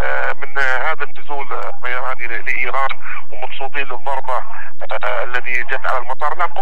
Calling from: Aden, Yemen

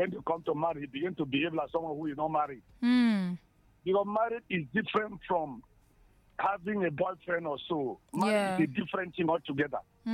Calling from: Cross River, Nigeria; from Cross River State.

